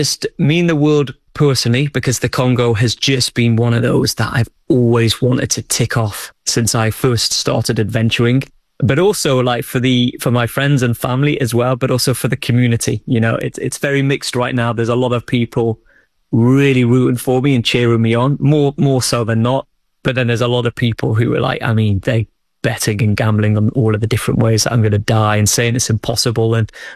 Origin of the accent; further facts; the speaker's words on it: Old Colwyn, Wales, United Kingdom; growing up in North Wales in Old Colwyn, a place no one really knows